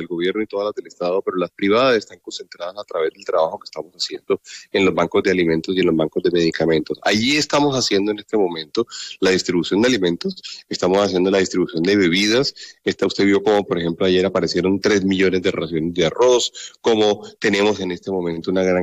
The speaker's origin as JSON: {"language": "Spanish", "country": "Colombia"}